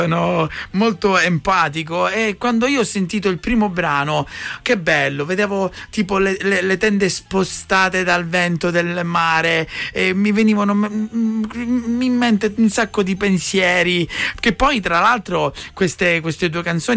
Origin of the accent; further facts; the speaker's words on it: Calabria, Italy; Io sono calabrese